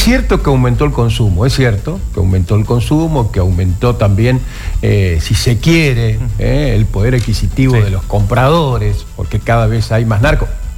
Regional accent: Coronel Du Graty, Chaco, Argentina; Mi pueblo... donde nosotros íbamos al club a tomar una gaseosita, una cervecita.

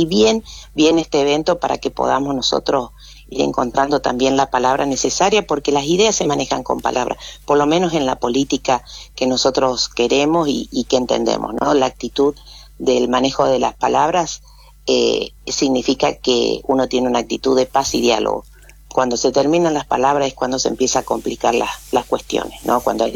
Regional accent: Corrientes, Argentina; moved away; Yo ya les dije que yo soy nacida en Corrientes, de padres chaqueños, pero nacida en Corrientes, así que también es nuestra región. Bien, es nuestra región también, donde la lengua guaranítica también nos une y nos acompaña.

